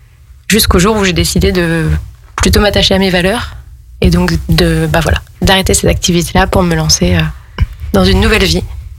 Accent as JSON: {"language": "French", "town": "Lille", "region": "Hauts-de-France", "country": "France", "moved": "as an adult", "lives_now": "Chambéry, France", "said": "rentrer à Lille, parce que c'est de là que je viens"}